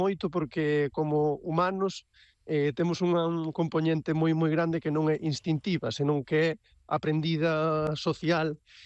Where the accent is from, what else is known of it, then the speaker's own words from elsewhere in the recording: Galicia, Spain; e como galegos temos que aprezalo porque tamén parte do que somos nós, non?